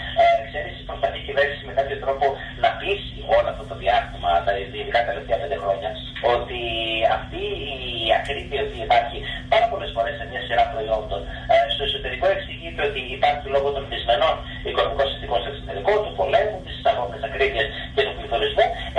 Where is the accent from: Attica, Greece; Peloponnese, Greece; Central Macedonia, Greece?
Central Macedonia, Greece; Thessaloniki; γιατί είμαι Θεσσαλονίκος και πρέπει να πενέψω την πόλη μου